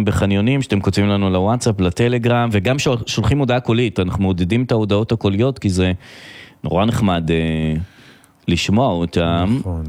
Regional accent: Petah Tikva, Central District, Israel; born there; אבל אני נולדתי בבית חולים השרון. אני נולדתי שם.

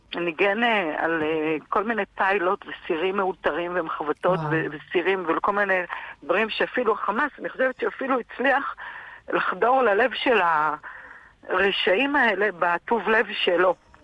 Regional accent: Haifa, Haifa District, Israel; born there; נולדתי ב-1966 בחיפה, מקום מאוד מסודר

